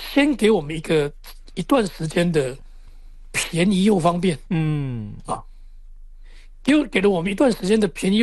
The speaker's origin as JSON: {"language": "Chinese", "country": "Taiwan", "said": "因为我们台湾人几乎所有人都用赖嘛"}